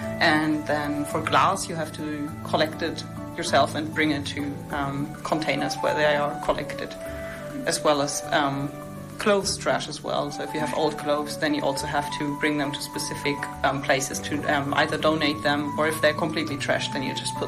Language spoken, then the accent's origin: English; Germany; English is a second language; I'm from Germany.